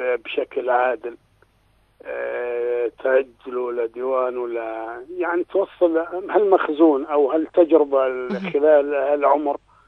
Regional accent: Jordan; عندنا بالأردن

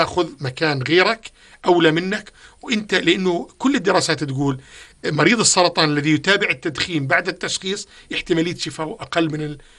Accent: Jordan; عندنا بالأردن

